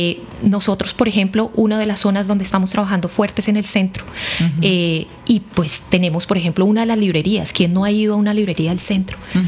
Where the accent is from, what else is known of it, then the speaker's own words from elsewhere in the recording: Cali, Valle del Cauca, Colombia; hay algo que nos representa como caleños, y es el monumento de la solidaridad.